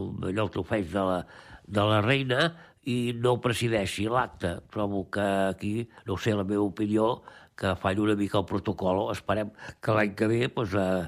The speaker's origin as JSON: {"language": "Catalan", "town": "Argentona", "region": "Catalonia", "country": "Spain", "said": "al meu poble, a l'Argentona"}